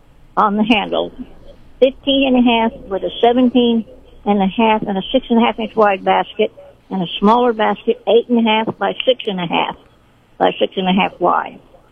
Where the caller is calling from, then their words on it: Sedalia, Missouri, United States; Okay, I'm calling from Sedalia.